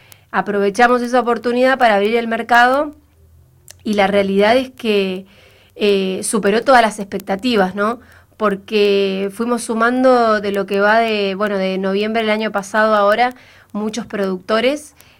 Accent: Río Gallegos, Santa Cruz, Argentina; also born or lived in Buenos Aires; soy de acá de Río Gallegos, fui estudiante en Buenos Aires.

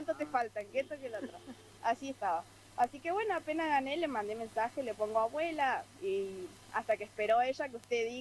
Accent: Perito Moreno, Santa Cruz, Argentina; Nacida y criada en Perito, Moreno, exactamente.

